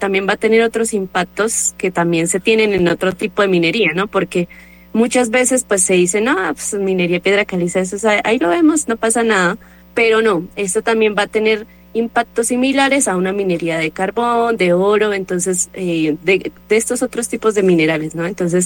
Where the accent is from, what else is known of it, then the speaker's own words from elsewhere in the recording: Duitama, Boyacá, Colombia; Me decidí por abordar un conflicto ambiental que se genera en Duitama, de donde soy residente y de donde soy oriunda